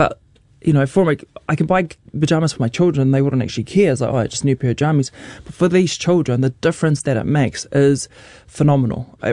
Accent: Mangere, Auckland, New Zealand; also born or lived in Rotorua; I was born in Rotorua, but brought up in Mangere, South Auckland.

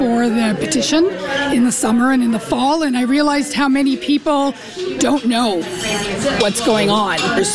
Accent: Quebec, Canada; now in Calgary, Canada; I'm also from Quebec originally, and I lived through two referendums

